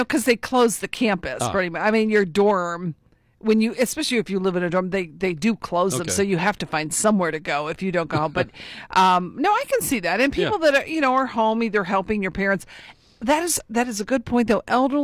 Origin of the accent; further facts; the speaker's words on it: Summit County, Ohio, United States; born there; also born or lived in Athens; I was born in Summit County.